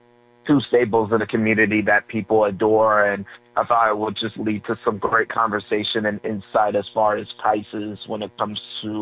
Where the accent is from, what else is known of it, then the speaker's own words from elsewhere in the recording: Chicago, Illinois, United States; now in Kansas City, United States; I'm from Chicago, by the way. I didn't realize burnt ends was a thing until I got here.